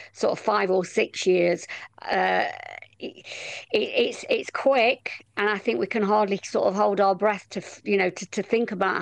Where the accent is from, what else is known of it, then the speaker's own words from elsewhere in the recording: Nottingham, East Midlands, United Kingdom; I come from, like you, I come from Nottingham.